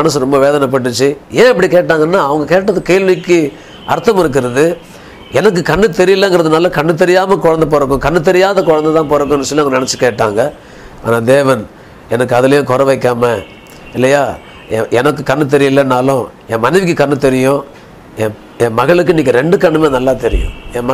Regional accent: Gummidipoondi, Tamil Nadu, India; நான் பிறந்து வளர்ந்ததெல்லாம் கும்மிடிப்பூண்டி தான், ஒரு சின்ன ஒரு வில்லேஜ், ஒரு அது பேர் வெட்டு காலனி.

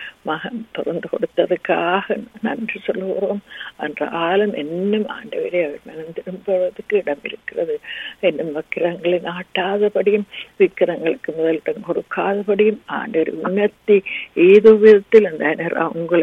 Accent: Sri Lanka; moved away; அந்த சிறிய நாங்கள் பிறந்து வளர்ந்த அந்த சிறிய தீவுக்காக

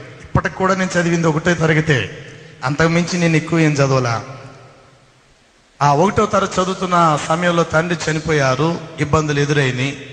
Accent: Rajahmundry, Andhra Pradesh, India; born or raised there

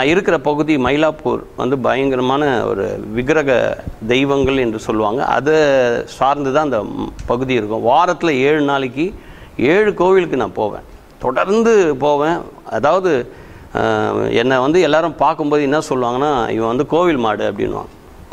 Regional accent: Chennai, Tamil Nadu, India; born or raised there

